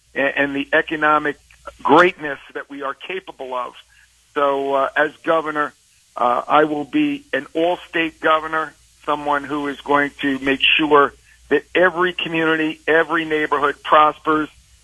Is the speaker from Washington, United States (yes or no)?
no; Long Island, New York, United States; even though I'm from Long Island.